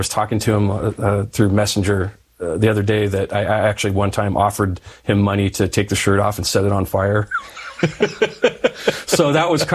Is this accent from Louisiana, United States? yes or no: no; California, United States; I grew up in the San Bernardino Mountains in Southern California, and I'd moved to San Diego and I was working as a bar manager there.